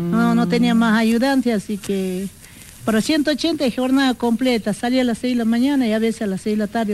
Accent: Santa Victoria Oeste, Salta, Argentina; En Santa Victoria, en un paraje llamado Acoiti, y ahí me crecí.

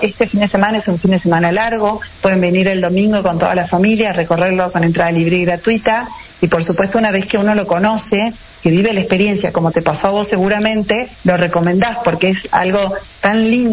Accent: Salta, Argentina; la identidad salteña y de que todos somos salteños y que pertenecemos acá

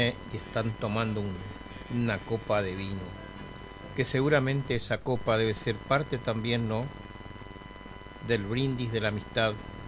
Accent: Presidencia de la Plaza, Chaco, Argentina; born there; now in Ushuaia, Argentina; mi gente de Presidencia de la Plaza, mi pueblo natal en el Chaco.

